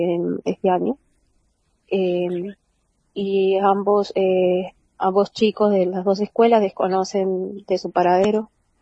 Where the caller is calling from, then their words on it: San Luis, Argentina; Somos de la provincia de San Luis